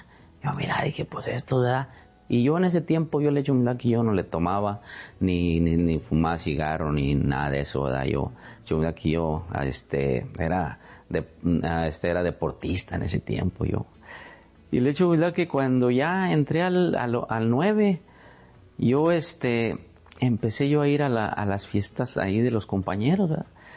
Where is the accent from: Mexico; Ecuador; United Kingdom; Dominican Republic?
Mexico; Yo venía de México, yo soy de México, ¿verdad?